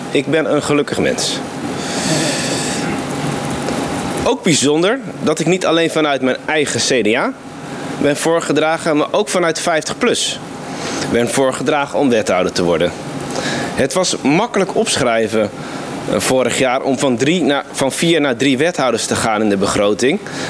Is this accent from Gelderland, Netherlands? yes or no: yes; Harderwijk, Gelderland, Netherlands; also born or lived in Baarn / Drenthe; Al voor mijn basisschool ben ik vertrokken uit Baarn en naar Drenthe verhuisd en later vooral opgegroeid in Harderwijk en omgeving. Ik ben opgegroeid in een liefdevol christelijk gezin. Een traditionele omgeving met normen en waarden.